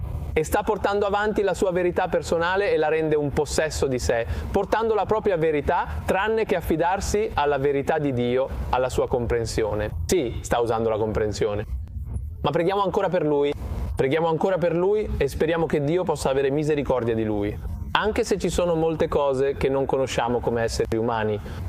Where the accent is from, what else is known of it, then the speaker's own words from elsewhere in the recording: India; In realtà è qualcosa che riguarda me come indiano.